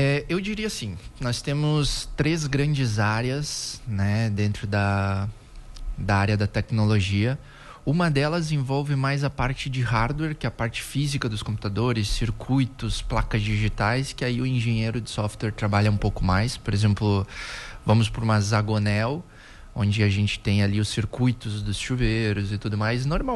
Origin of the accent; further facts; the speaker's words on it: Saudades, Santa Catarina, Brazil; also born or lived in Modelo / Chapecó / São Miguel do Oeste; Então, eu sou aqui da região, nasci em Modelo, cresci a vida inteira em Saudades. E há alguns anos morei em Chapecó também, em São Miguel do Oeste, quando veio minha filha.